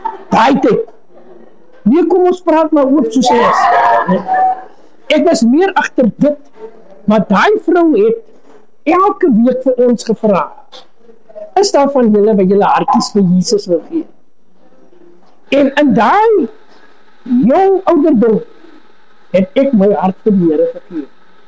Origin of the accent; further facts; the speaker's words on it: Mossel Bay, Western Cape, South Africa; Ek is baie bevoorreg gewees om hier in Mosselbaai gebore te word, nommer 121 Tarka Mosselbaai. Ek is in Bokralletjie is ek gebore.